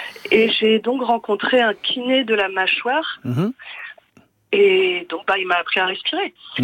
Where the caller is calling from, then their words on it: Brest, Brittany, France; J'appelle de Brest.